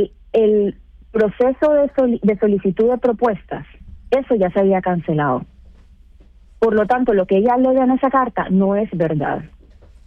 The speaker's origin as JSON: {"language": "Spanish", "country": "Puerto Rico"}